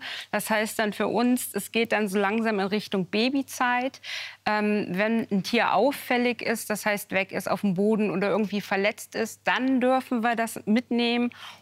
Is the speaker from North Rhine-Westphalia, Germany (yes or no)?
yes; Cologne, North Rhine-Westphalia, Germany; born or raised there